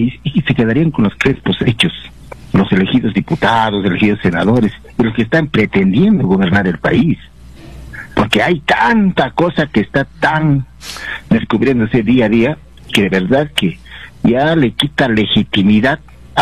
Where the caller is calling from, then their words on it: Juliaca, Puno, Peru; De Juliaca, doctor.